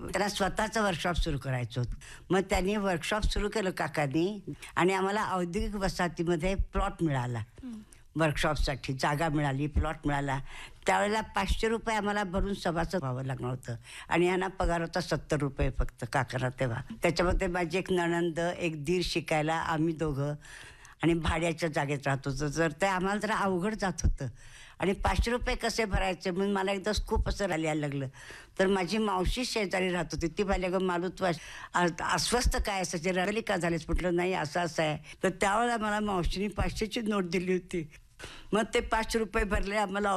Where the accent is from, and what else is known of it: Pune, Maharashtra, India; born there; moved away as an adult; now in Sangli, India